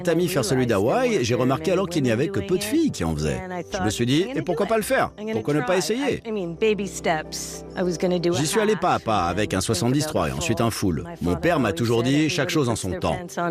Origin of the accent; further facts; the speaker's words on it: Toronto, Ontario, Canada; je viens de Toronto, Canada, je me suis engagé sur l'Ironman de Tours en France.